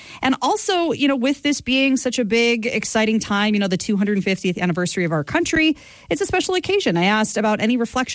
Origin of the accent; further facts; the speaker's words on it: Devils Lake, North Dakota, United States; growing up in the Devil's Lake area, it was a big gathering day for my extended family.